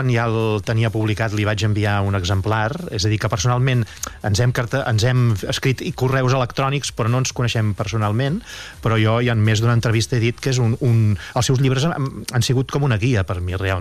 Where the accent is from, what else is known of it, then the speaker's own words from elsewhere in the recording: Mataró, Catalonia, Spain; Mira, és que resulta que sóc del Maresme, sóc de Mataró.